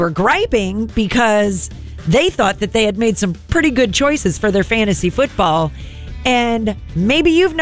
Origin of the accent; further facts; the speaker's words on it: Midwest, United States; moved away; I grew up in the Midwest, so I was brought up right.